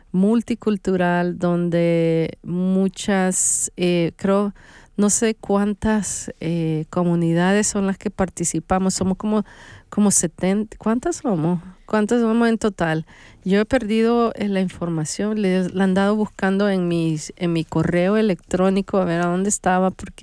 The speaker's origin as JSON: {"language": "Spanish", "country": "El Salvador", "said": "pues no solo de El Salvador, pero bueno, siendo salvadoreña, yo quisiera tener algo salvadoreño"}